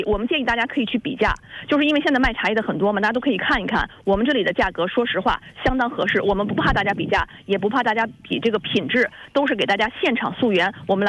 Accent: Shandong, China; 并且呢这次的日照绿是我们山东人特别喜欢喝的茶，家里面老人也特别喜欢

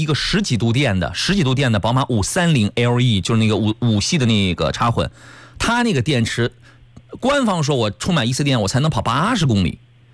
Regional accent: Qingdao, Shandong, China; moved away; 我开车回青岛，我回我老家，

